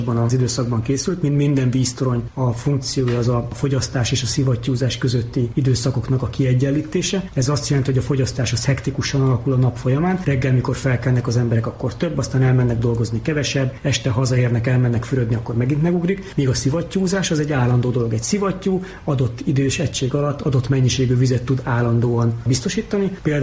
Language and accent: Hungarian; Siófok, Somogy, Hungary; now in Debrecen, Hungary; azért van az asztalomon, mert én Siófokról származom, korábban az ott lévő vízműnél dolgoztam